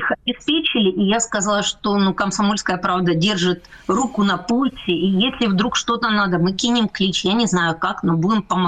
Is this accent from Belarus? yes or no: no; Donetsk, Donetsk Oblast, Ukraine; moved away; Это я как дончанка